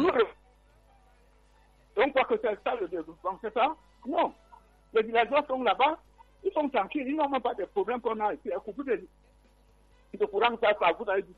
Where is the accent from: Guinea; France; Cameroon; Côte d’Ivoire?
Cameroon; On est Camerounais.